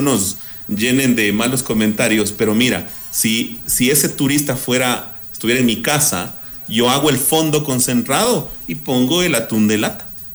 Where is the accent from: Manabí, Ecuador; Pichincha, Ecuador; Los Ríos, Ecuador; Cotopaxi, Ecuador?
Pichincha, Ecuador